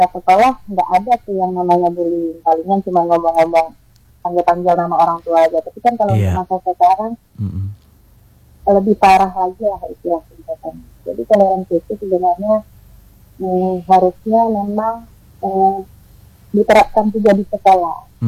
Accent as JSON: {"language": "Indonesian", "town": "Meulaboh", "region": "Aceh", "country": "Indonesia", "tie": "born there", "also_born_or_lived": "Bogor"}